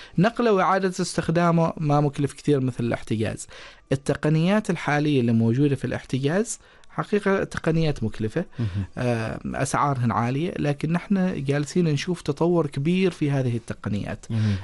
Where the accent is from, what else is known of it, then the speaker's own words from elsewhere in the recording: Oman; موجودة عندنا في سلطنة عمان